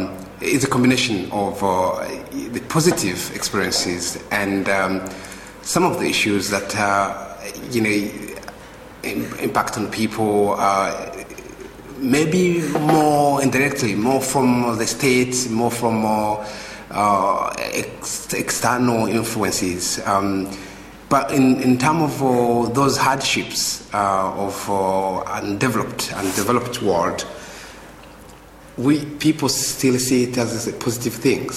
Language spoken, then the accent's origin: English; United Kingdom; So as a British person